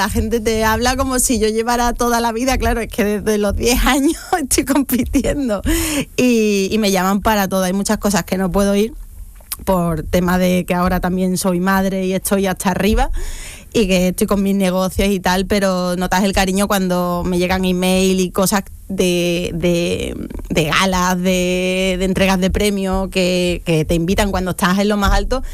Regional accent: Seville, Andalusia, Spain; porque tenemos un río precioso, soy una bahía de Cádiz a una hora en coche

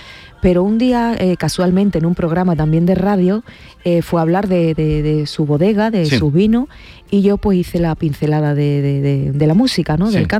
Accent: Rociana del Condado, Andalusia, Spain

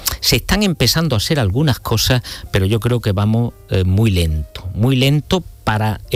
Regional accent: Montoro, Andalusia, Spain; now in Málaga, Spain; No, soy cordobés, nací en Montoro.

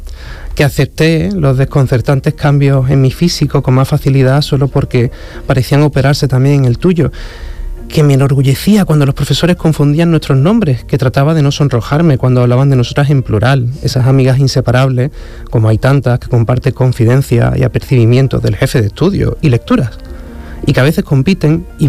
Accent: Huelva, Andalusia, Spain; yo creo que muchos andaluces, sobre todo los que somos fronterizos, ya sea que yo soy de Huelva, tenemos una pasión portuguesa inevitable, ¿no?

